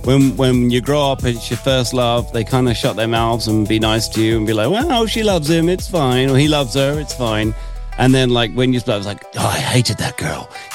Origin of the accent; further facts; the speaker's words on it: United Kingdom; I grew up in American cars in the UK